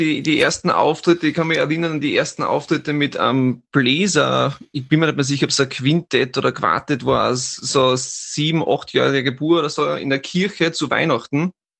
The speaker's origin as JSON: {"language": "German", "town": "Leoben", "region": "Styria", "country": "Austria", "tie": "born or raised there", "moved": "as an adult", "lives_now": "East Styria, Austria", "said": "ich bin nämlich eigentlich in Leoben aufgewachsen und nur vor ein paar Jahren in die Oststeiermark gezogen, sozusagen. Davor eben in Leoben"}